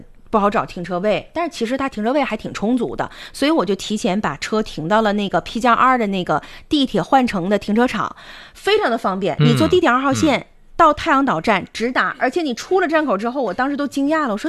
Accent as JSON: {"language": "Chinese", "town": "Harbin", "region": "Heilongjiang", "country": "China", "said": "其实我作为哈尔滨人，我真的去了很多次的极地公园了"}